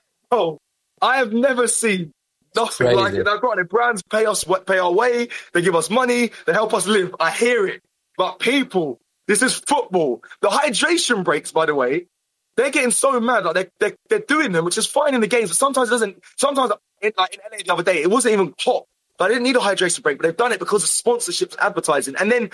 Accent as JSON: {"language": "English", "country": "United Kingdom", "said": "where are you guys from? I said, the UK."}